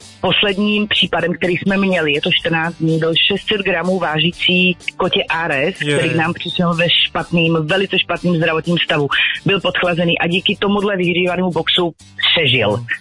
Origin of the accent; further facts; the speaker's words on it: Mariánské Lázně, Karlovy Vary Region, Czechia; pocházíme z Mariánských Lázní